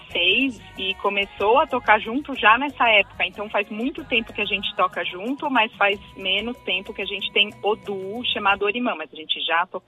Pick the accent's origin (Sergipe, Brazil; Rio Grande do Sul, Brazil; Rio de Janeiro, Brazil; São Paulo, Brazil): São Paulo, Brazil; Botucatu; now in São Paulo, Brazil; Eu nasci em São Paulo, fui criada no interior, em Botucatu.